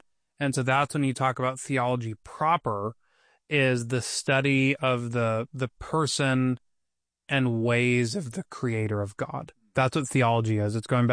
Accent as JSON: {"language": "English", "region": "California", "country": "United States", "tie": "born or raised there", "said": "I was used to growing up with smog. And so, like, as a kid, growing up in the Inland Empire, we'd go to our local water park"}